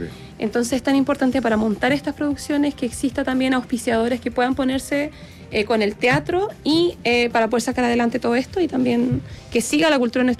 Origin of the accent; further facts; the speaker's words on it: Guayacán, Coquimbo, Chile; Yo soy de Guayacán, de Tierras Blancas, en la región de Coquimbo, y estoy cantando este arte